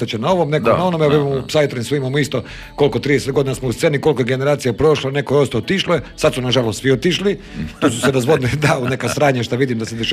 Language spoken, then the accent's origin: Croatian; Istria County, Croatia; ja sam sa Stoje